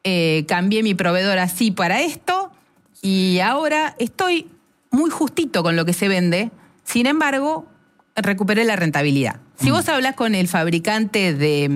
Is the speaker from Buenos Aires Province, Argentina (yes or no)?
yes; Nueve de Julio, Buenos Aires Province, Argentina; moved away; Si vas a mi pueblo a 9 de julio